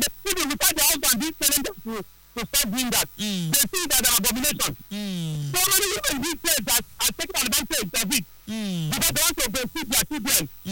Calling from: Port Harcourt, Rivers, Nigeria; I'm calling from Port Harcourt.

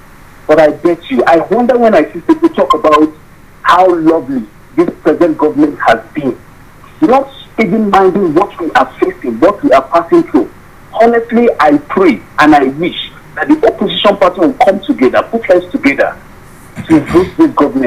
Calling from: Nigeria; I'm calling from Abattoir.

